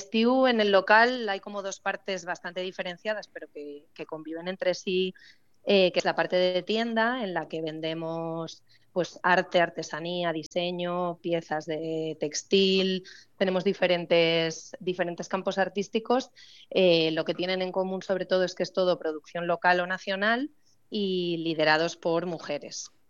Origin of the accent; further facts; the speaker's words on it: Ribadesella, Asturias, Spain; Voy a ir en agosto, me escapo 5 días a las fiestas de mi pueblo, que soy de Ribadesella